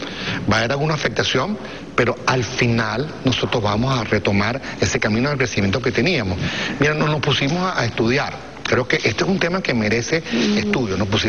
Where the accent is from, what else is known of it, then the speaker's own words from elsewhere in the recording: Venezuela; como somos los venezolanos